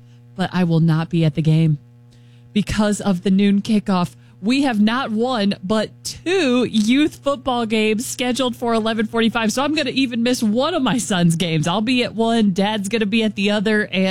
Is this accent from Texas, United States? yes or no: yes; Texas, United States; moved away as an adult; now in Knoxville, United States; I'm a Texan by birth, lived there for the first 18 years of my life, and then moved up here to come to college at the University of Tennessee.